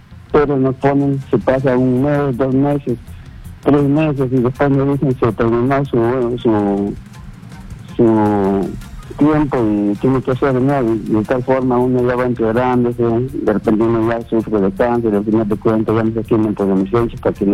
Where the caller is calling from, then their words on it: Amazonas, Peru; …, de Amazonas.